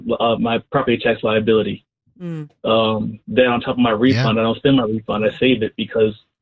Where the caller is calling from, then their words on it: Chicago, Illinois, United States; I live in South Shore